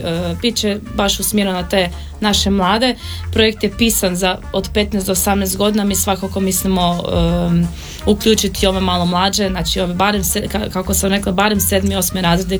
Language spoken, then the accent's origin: Croatian; Krapina-Zagorje County, Croatia; accent: Zagorje dialect (Kajkavian); mi smo im rekli na zagorski, na našem dijalektu riječi